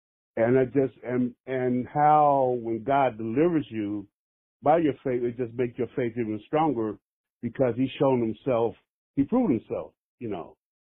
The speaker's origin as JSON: {"language": "English", "town": "Cincinnati", "region": "Ohio", "country": "United States", "tie": "born or raised there", "moved": "yes", "lives_now": "Toledo, United States", "said": "Born and raised in Cincinnati."}